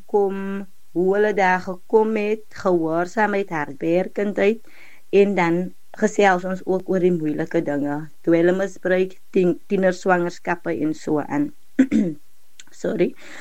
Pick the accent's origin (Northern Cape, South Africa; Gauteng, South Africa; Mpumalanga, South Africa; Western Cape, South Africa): Western Cape, South Africa; Ek is nou nie gebore daar nie, maar ek is wel getoe in Hubbardstyle. Vir die luisteraars dat die weet waar Hubbardstyle is, dit is 'n klein warm dorpie, so 50 km van Mosselbaai af.